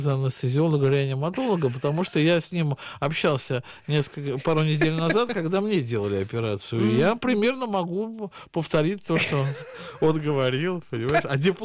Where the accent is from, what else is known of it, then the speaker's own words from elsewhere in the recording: Saint Petersburg, Russia; Я как петербуржец даже знаю, где он находится, наш известный арктический, антарктический НИИ.